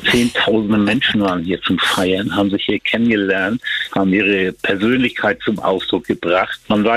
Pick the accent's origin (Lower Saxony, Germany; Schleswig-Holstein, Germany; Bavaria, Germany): Schleswig-Holstein, Germany; Schleswig; wo kommst du her aus Schleswig?